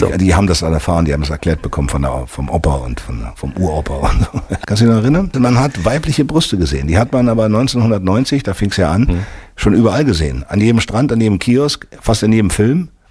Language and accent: German; Berlin, Germany; Aus Kaulsdorf, ja. Ich bin Westen, wa?